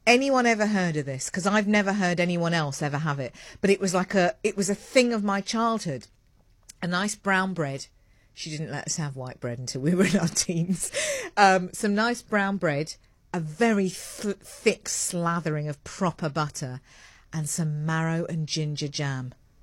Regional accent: United Kingdom; accent: British; moved away as an adult; now in South Africa; I sound different to most of the people that we are around, although sometimes I feel like they're taking the mickey out of my British accent

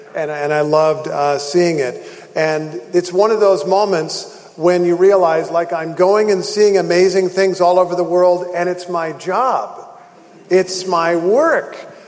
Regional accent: Carmel, Indiana, United States; moved away as an adult; also born or lived in Kentucky; I'm originally from Indiana, from Carmel, a suburb of Indianapolis

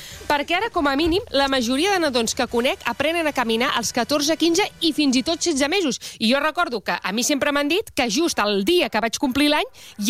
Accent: Badalona, Catalonia, Spain; No, a més, és que jo que sóc de Badalona

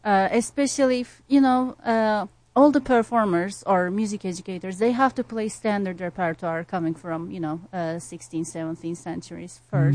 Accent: Istanbul, Turkey; English is a second language; moved away as an adult; also born or lived in Izmir; now in Chattanooga, United States; And then I grew up in Istanbul. I'm from Izmir, but I grew up in Istanbul and studied in Istanbul, which is on the, you know, border with, close to the border to, like, Bulgaria, Greece, you know, geographically close to Europe.

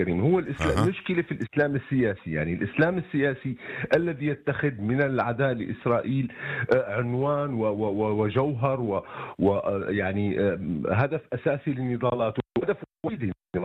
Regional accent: Syria; أنا اسمح لي أحكي أنا كمواطن سوري يعني بشكل محايد

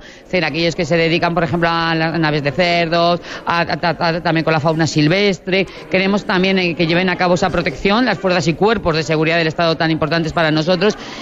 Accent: El Burgo de Osma, Castile and León, Spain; como yo soy del Burgo de Josma

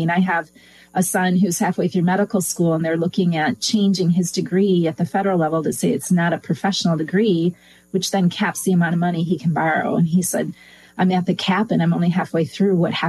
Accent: Michigan, United States; So I grew up in West Michigan

